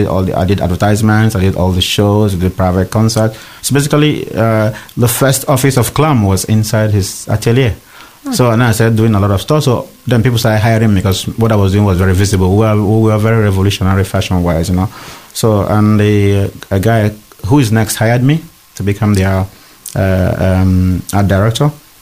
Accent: Nigeria; born there; So during the war for Biafra, I was born in the Biafran War. So all the Igbos, which is my tribe, they had to leave because they were killing them.

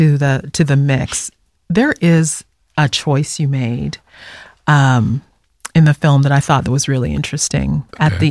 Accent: Jamaica; maybe it's just being Jamaican. We just we just think that way.

